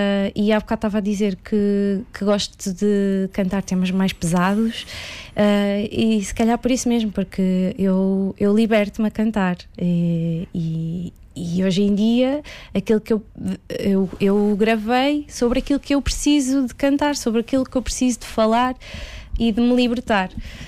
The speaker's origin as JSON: {"language": "Portuguese", "town": "Coimbra", "region": "Centro", "country": "Portugal", "moved": "yes", "lives_now": "Lisbon, Portugal", "said": "posso não ser alfacinha, mas que importa de onde sou, porque eu também não sou de cá, eu sou de Coimbra, e vim aqui parar, e fui super bem recebida"}